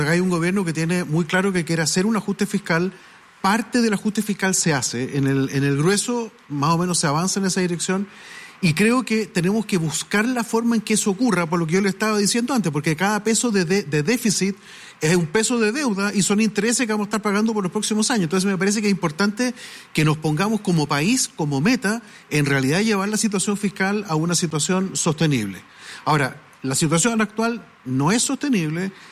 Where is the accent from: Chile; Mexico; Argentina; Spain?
Chile; somos todos los chilenos